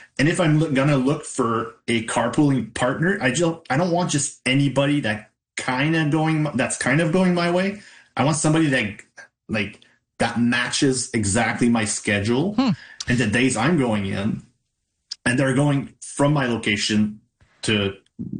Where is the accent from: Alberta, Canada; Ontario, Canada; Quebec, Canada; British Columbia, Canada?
Ontario, Canada; Embrun; Like you said, I'm from Embrun. It's a 30-minute drive on a good day.